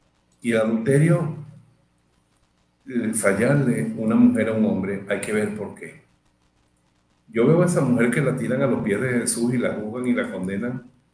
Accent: Venezuela; Aunque yo sea hijo de alemanes, yo soy criollito, criollito. Usted me abre la vena y lo que sale es caldo de caraota venezolana.

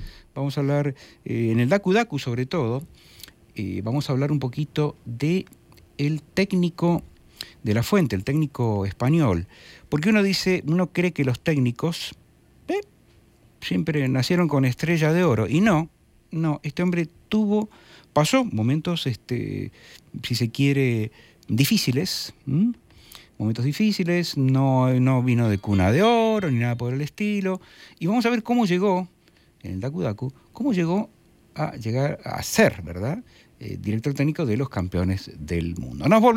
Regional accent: Argentina; somos así los argentinos

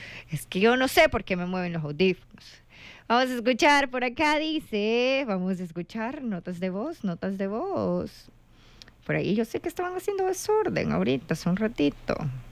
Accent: La Unión, El Salvador; también soy de La Unión.

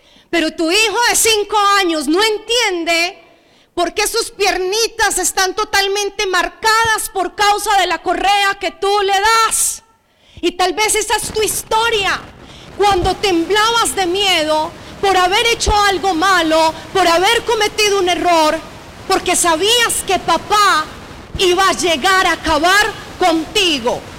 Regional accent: Medellín, Antioquia, Colombia; nosotros somos de Medellín, pero a mi papá lo trasladaron a la hermosísima ciudad de Pereira a hacer un reemplazo.

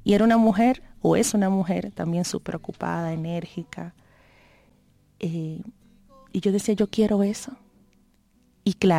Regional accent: Dominican Republic; soy de República Dominicana, sí.

